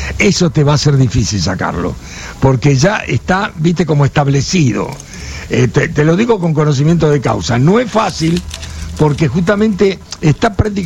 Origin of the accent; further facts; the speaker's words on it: San Telmo, Buenos Aires, Argentina; born there; Te voy a ser honesto, yo soy muy antiguo, y además nací en San Telmo. Mira. Nací en una casona vieja de San Telmo, así que todo conozco por ahí.